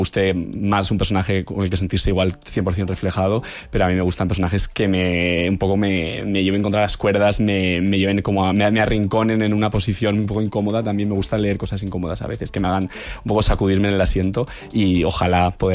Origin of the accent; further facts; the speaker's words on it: Navarre, Spain; yo también vengo de un pueblo de Navarra